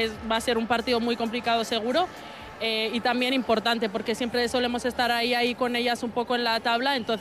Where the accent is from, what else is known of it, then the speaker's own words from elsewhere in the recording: Basque Country, Spain; Sí, bueno, nosotras somos cuatro vascas